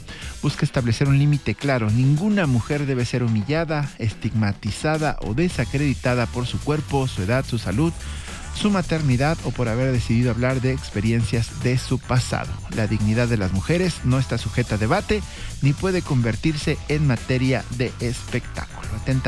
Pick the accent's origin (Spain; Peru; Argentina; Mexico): Mexico; San Luis Potosí; born there; se presentó el día de ayer mi pueblo, mi ciudad que me vio nacer